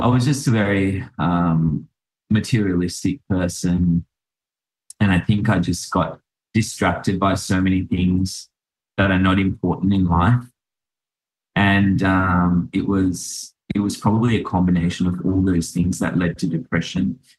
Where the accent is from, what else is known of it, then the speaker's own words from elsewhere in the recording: Sri Lanka; I grew up in Sri Lanka and my mum caught me once smoking a cigarette butt in the backyard when I was like 5 years old.